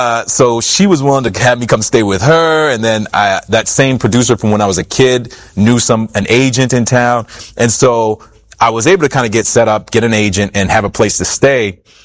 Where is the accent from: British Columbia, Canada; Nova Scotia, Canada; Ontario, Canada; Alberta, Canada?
Nova Scotia, Canada; Halifax; born or raised there